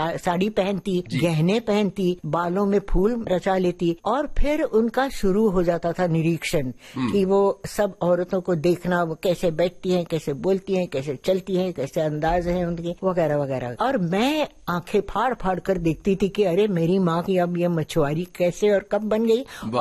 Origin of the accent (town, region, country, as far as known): Pune, Maharashtra, India; born or raised there; also born or lived in Lucknow